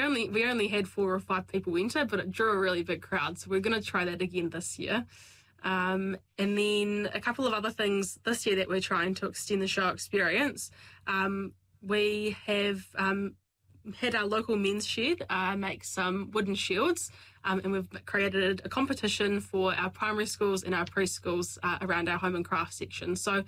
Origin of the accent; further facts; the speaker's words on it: Rangiora, Canterbury, New Zealand; Yeah, so I grew up in Rangiora, and I say that I'm 50-50 when people ask me whether I grew up on farm, because my parents both have always worked in the primary sector